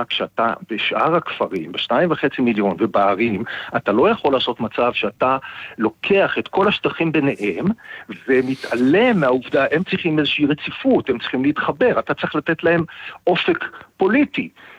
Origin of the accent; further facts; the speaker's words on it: Jerusalem, Jerusalem District, Israel; כשאני גדלתי בירושלים